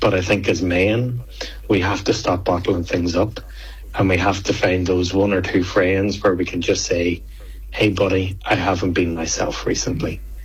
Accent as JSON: {"language": "English", "country": "Ireland", "moved": "as an adult", "lives_now": "Australia", "said": "I've lived in Australia for 20 years. I'm Irish, obviously."}